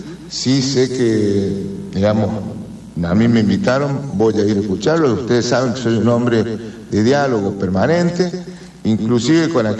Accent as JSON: {"language": "Spanish", "region": "San Luis", "country": "Argentina", "said": "Yo vengo de la provincia de San Luis, donde siempre se gobernó con equilibrio fiscal."}